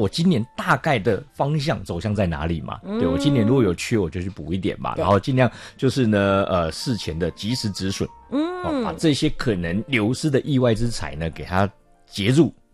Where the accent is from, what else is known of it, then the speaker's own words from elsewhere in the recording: Taiwan; 我们台湾人